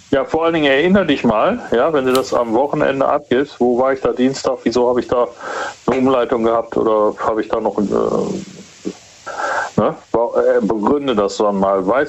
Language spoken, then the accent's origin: German; Stuttgart, Baden-Württemberg, Germany; ich komme aus Stuttgart und da gibt es viele Staffeln, da musst du die Staffeln hochrennen, bleibst fit.